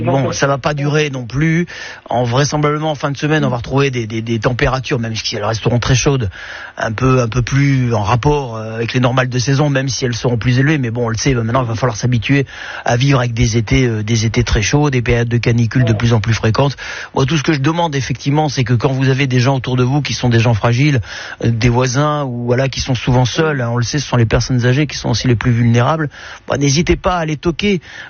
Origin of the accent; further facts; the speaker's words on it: Menton, Provence-Alpes-Côte d'Azur, France; Bah, bon, vous savez, moi je suis de Menton, j'habitais donc Menton et à l'avenue Thiers de Menton